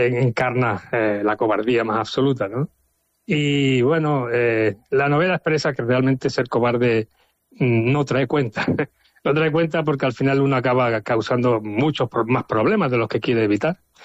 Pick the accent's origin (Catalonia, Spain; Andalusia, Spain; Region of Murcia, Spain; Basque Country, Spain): Andalusia, Spain; Algeciras; now in United States; tantos algecireños en el exilio, ¿no? Que llevo ya 30 años en Estados Unidos, así que para mí volver a mi tierra es fantástico, es algo mágico.